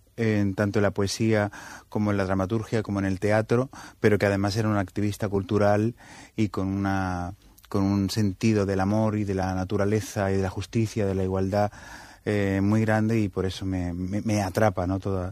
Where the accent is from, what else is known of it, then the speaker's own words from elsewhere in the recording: Badalona, Catalonia, Spain; soc un català de Badalona.